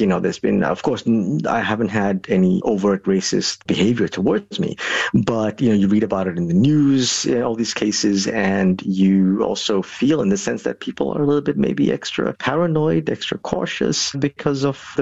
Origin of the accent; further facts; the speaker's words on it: Malmö, Skåne, Sweden; When I travel to other parts of Europe and I tell them I'm from Malmo, they're like, oh, yeah, that's a very dangerous place.